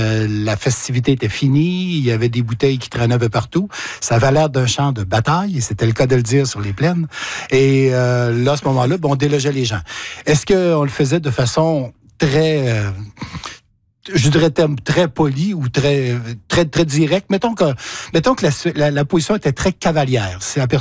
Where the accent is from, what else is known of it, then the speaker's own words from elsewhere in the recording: Quebec, Canada; moved away as an adult; now in Quebec City, Canada; je n'étais jamais venu participer à une fête de la Saint-Jean, sauf dans mon coin de pays, en Beauce.